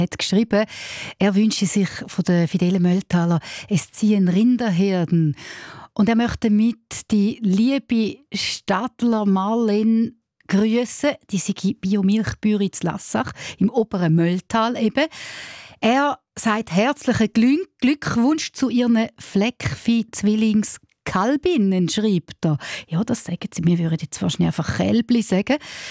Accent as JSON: {"language": "German", "region": "Bern", "country": "Switzerland", "said": "Wir sind Berner und jetzt gehen wir ins Ausland."}